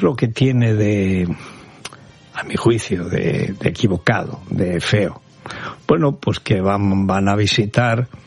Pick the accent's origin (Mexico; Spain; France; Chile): Spain; Las víctimas son o somos los españoles.